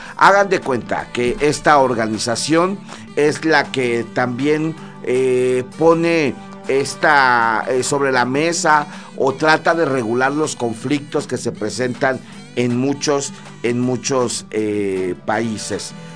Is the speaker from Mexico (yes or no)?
yes; Mexico; somos los mexicanos